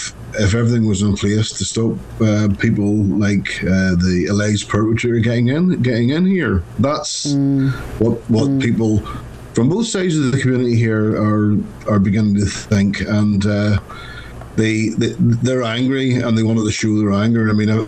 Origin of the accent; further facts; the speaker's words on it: Ballymena, Northern Ireland, United Kingdom; Ballymena started, which is, funny enough, my hometown.